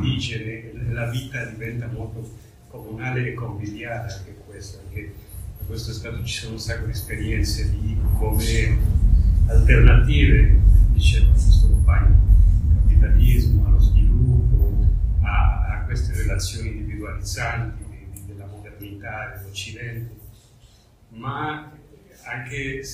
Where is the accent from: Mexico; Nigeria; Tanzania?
Mexico